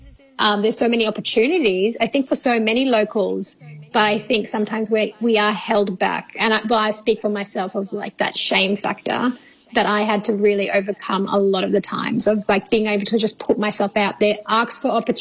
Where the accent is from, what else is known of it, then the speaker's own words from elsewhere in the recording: Western Australia, Australia; We all know, like, growing up in the Kimberleys, sometimes it's hard to really be the one who going after your shining